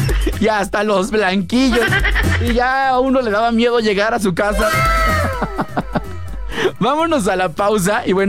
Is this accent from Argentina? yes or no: no; Mexico; como buen mexicano, dejando todo al último